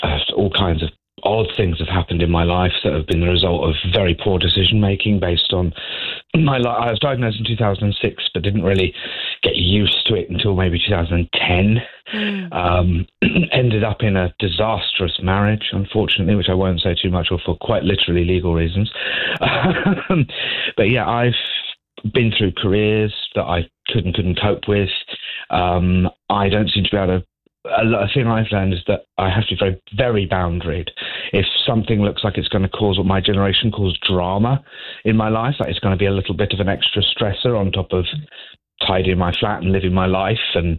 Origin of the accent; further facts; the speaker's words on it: South West England, United Kingdom; now in Barking, United Kingdom; I actually grew up in Cornwall